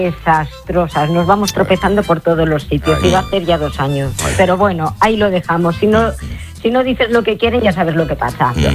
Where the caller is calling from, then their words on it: Paiporta, Valencian Community, Spain; te llamo desde Paiporta.